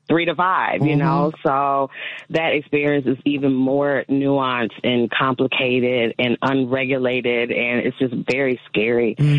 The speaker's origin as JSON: {"language": "English", "town": "Park Forest", "region": "Illinois", "country": "United States", "also_born_or_lived": "Indianapolis", "said": "My background, I am from the Chicago suburbs, Park Forest. I have been all over the Midwest, though."}